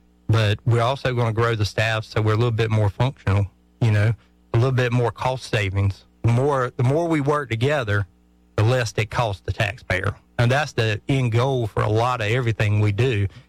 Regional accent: United States; born there; now in Florence County, United States; I'm grateful that I'm in Florence County. I'm grateful I'm in South Carolina, and I'm grateful I was born in America.

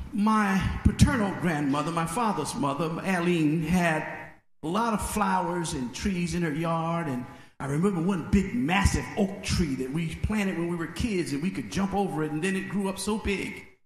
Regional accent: Mill Branch, United States; growing up in Mill Branch, growing up in the country, we were surrounded by trees

